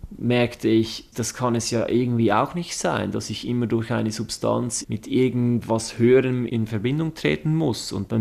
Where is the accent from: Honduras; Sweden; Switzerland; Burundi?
Switzerland; Zurich; born there; ich bin hier in Zürich geboren.